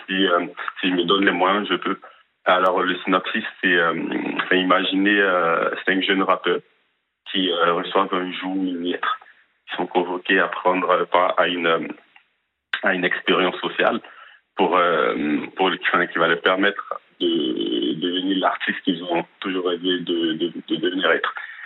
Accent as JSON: {"language": "French", "country": "Côte d’Ivoire", "tie": "born or raised there", "said": "parce que moi je viens de Côte d'Ivoire. Moi, j'ai grandi dans une ville où il n'y avait pas de cinéma."}